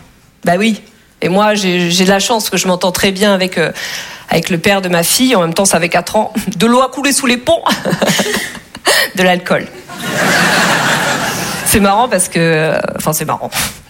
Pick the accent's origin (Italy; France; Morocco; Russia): Russia; Oh, j'ai dit, bon, non, moi, je suis russe, ça me dérange pas.